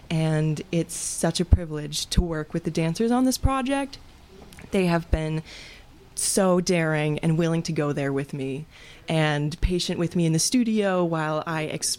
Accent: Door County, Wisconsin, United States; now in Milwaukee, United States; I am born and raised in Door County, but I've been living in Milwaukee and studying across the United States and traveling the world.

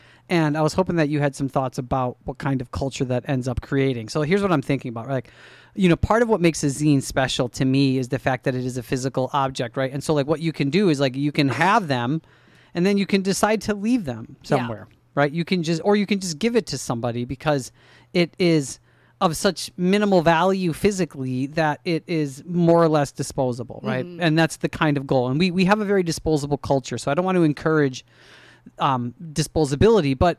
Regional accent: Milwaukee, Wisconsin, United States; born or raised there

